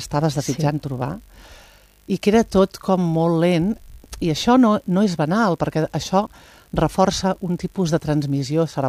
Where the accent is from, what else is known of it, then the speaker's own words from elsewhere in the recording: Catalonia, Spain; jo soc de Plaça Lluçanès.